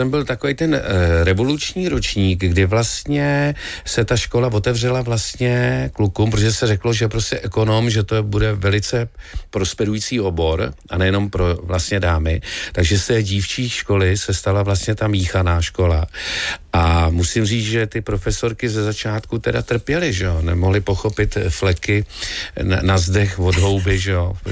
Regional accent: Nejdek, Karlovy Vary Region, Czechia; já jsem teda se domluvil opravdu s úžasným muzikantem, panem Tótem u nás v Nejtku a začal jsem k němu chodit prostě na hodiny

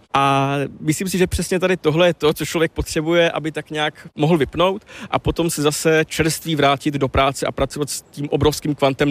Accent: Moravian-Silesian Region, Czechia; já pocházím z Pobeskycka

